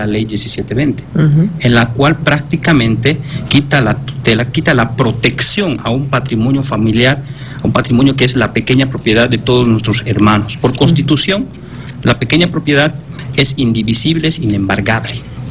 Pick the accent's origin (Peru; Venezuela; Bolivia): Bolivia; Creo que como bolivianos en nuestra constitución política es una de las que más refleja en materia de derechos humanos.